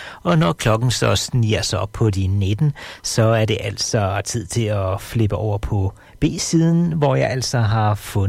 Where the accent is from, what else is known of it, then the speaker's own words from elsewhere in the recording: Sønderholm, North Denmark Region, Denmark; i Sønderholm, hvor jeg kommer fra